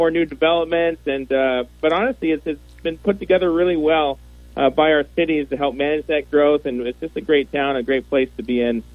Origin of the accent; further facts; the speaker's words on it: Chino Hills, California, United States; I was born and raised in Chino Hills. So I was born in 1981, and there was just one tract of homes that I lived in. And over the years, I'm now, I'm 42 years old.